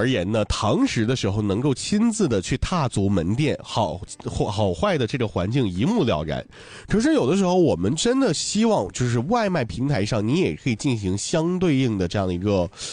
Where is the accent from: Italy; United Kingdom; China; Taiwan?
China; Northeast China; 咱们东北人爱吃锅包肉，